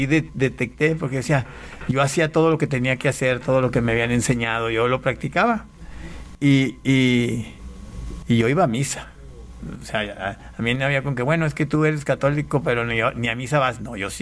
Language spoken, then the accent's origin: Spanish; Panama; born there; Bueno, yo nací en Panamá, soy panameño de nacimiento, mexicano de nacionalidad, ya que mi papá es panameño y mi mamá es mexicana, entonces por derecho constitucional soy mexicano.